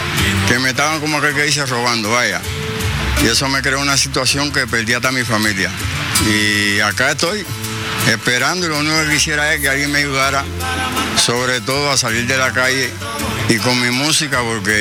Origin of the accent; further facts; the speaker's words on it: Baracoa, Guantánamo, Cuba; moved away as an adult; now in Uruguay; en mi pueblo, el cual es Baracoa, en la provincia de Guantánamo, Cuba